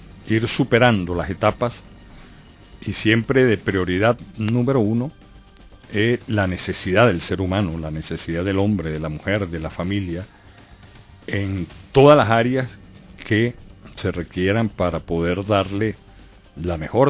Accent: Venezuela; uno cada vez se asombra más de ver cómo somos los venezolanos en este tipo de situaciones tan difíciles, tan complejas.

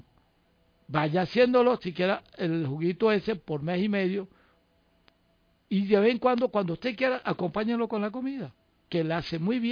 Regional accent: Venezuela; born there; desemboca parte del río Orinoco, con Trinidad, Tobago y Georgetown. Nací en el Esequibo.

